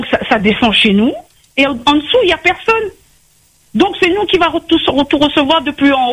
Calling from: Saint-Paul, Réunion

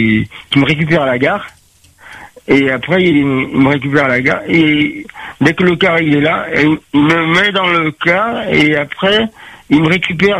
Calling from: Saint-Benoît, Réunion; Petit Saint-Pierre, oui. Saint-Anne, Petit Saint-Pierre.

